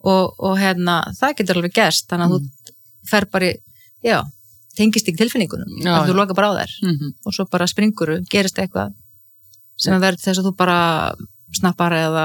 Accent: Ísafjörður, Westfjords, Iceland; ég alveg upp á Ísafirði

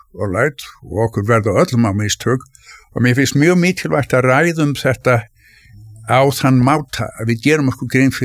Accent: Reykjavík, Capital Region, Iceland; ég fættist 1949 og ég óks upp tölvært mikið í Norðurmýrinni.

